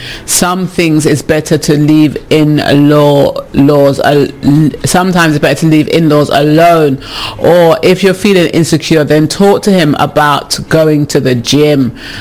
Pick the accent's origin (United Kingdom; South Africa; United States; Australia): United Kingdom; England; I have issues with people, you know, because I'm English